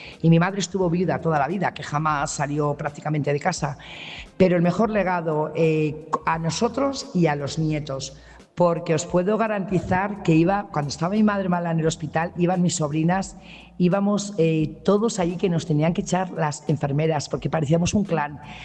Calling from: Burgos, Castile and León, Spain; corresponsal de Burgos.

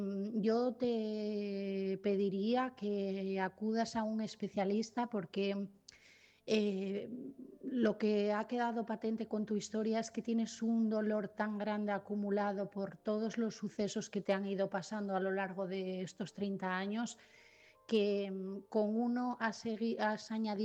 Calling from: Asturias, Spain; de Asturias

